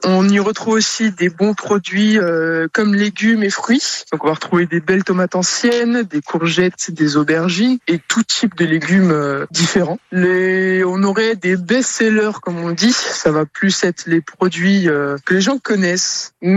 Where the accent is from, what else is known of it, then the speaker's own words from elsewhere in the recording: Brittany, France; Je suis un breton qui aime le fromage et le pain.